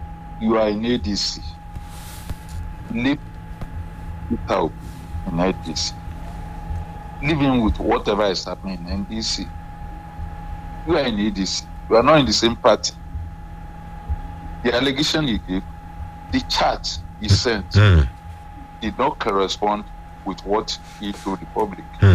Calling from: Nigeria; I'm a delegate and I'm calling from Namudio.

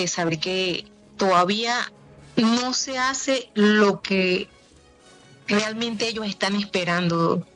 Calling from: Venezuela; ver qué fuertes somos los venezolanos y desde aquí, desde donde vivo, que estoy como a 6 horas de donde ocurrió el desastre

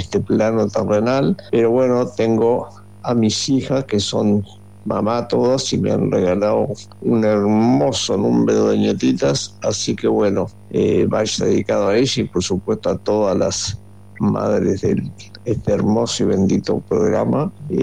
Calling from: Maldonado, Uruguay; del Centro Maldonado

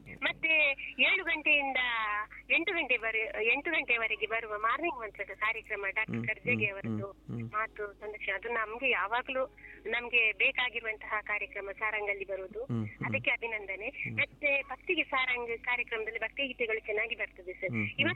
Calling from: Karkala, Karnataka, India

